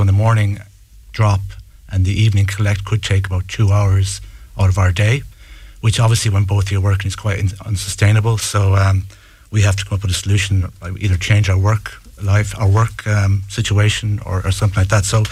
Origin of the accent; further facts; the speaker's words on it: Clarenbridge, Connacht, Ireland; So I'm from Clarenbridge, like all of us are from Clarenbridge Village